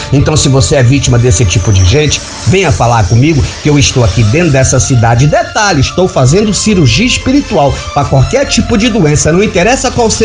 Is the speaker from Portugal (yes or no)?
no; Northeast Region, Brazil; dá uma doença que na minha terra, na minha região, no Nordeste, a amigo, não me leve a mal. É verdade que no Nordeste nós chamamos de quebrante.